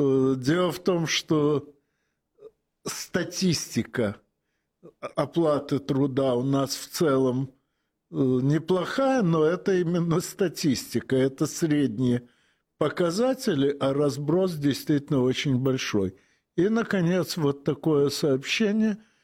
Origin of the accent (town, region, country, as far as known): Odesa, Odesa Oblast, Ukraine; born there